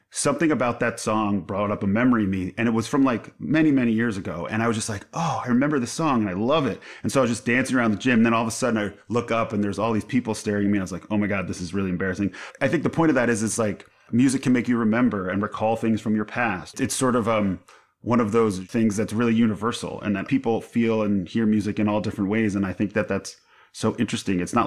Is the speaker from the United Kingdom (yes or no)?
no; Long Island, New York, United States; I didn't grow up in Washington Heights. I grew up on Long Island, which is a very different place.